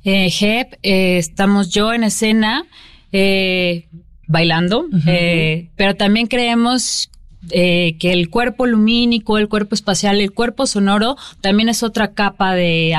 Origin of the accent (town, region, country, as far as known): Mexico